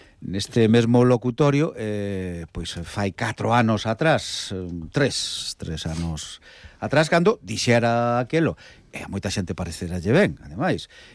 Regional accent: Galicia, Spain; somos galegos, mexemos no monte

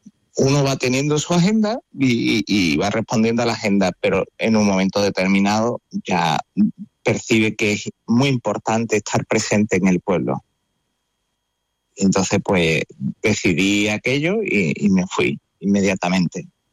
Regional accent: Ceuta, Spain; Mi pueblo de Ceuta es muy peculiar porque es un cruce de cultura, de religiones, pero son todos personas.

